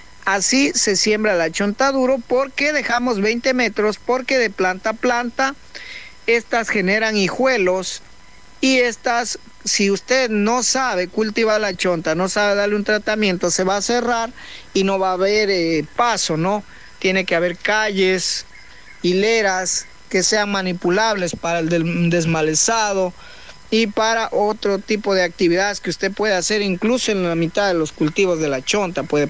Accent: Ecuador; fíjense cómo somos los ecuatorianos.

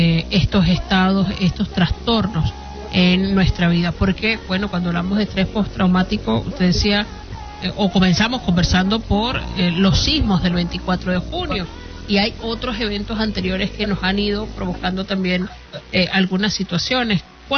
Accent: Venezuela; Como eso de los venezolanos somos alegres, los venezolanos somos resilientes, los venezolanos nos sobreponemos a todos

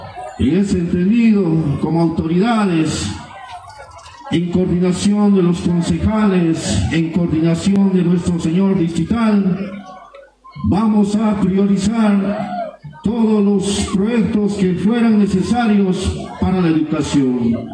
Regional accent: Bolivia

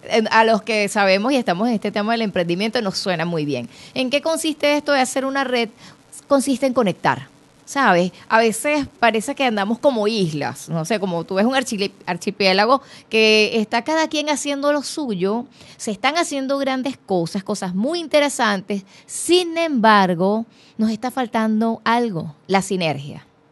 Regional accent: Ciudad Bolívar, Bolívar, Venezuela; yo soy del estado Bolívar, soy, nací en Ciudad Bolívar

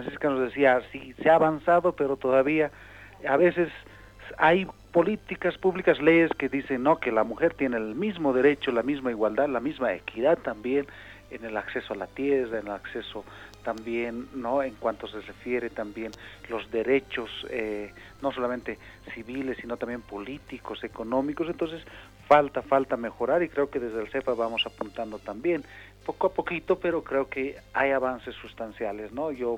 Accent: Corque, Oruro, Bolivia; mi comunidad. Yo soy de Corque también

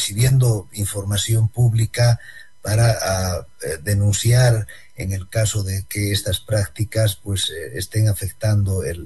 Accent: Bolivia; a mi país, Bolivia. Yo vengo de Bolivia, y el tema de la reelección presidencial definida pues creó una gran crisis democrática en mi país.

